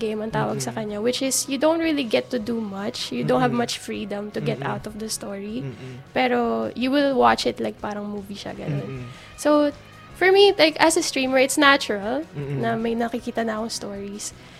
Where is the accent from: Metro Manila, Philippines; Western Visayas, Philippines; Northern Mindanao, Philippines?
Metro Manila, Philippines; Manila; And at the time po, I'm not from Laguna. I'm really from Manila. So lumaki po kaming Maynila.